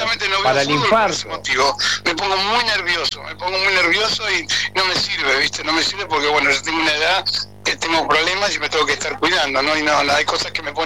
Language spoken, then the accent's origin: Spanish; Argentina; yo como argentino te digo